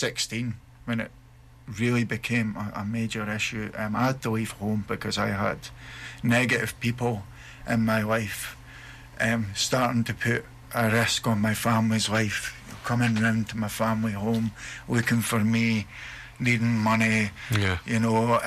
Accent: Aberdeen, Scotland, United Kingdom; we're from Aberdeen

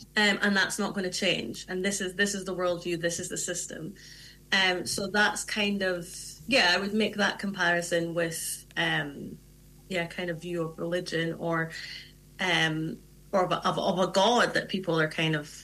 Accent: Aberdeen, Scotland, United Kingdom; growing up in Aberdeen and, you know, in the Northeast region

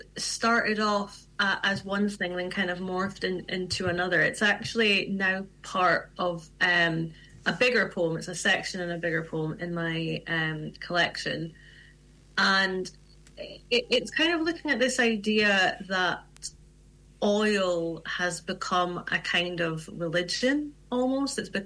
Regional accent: Aberdeen, Scotland, United Kingdom; growing up in Aberdeen and, you know, in the Northeast region

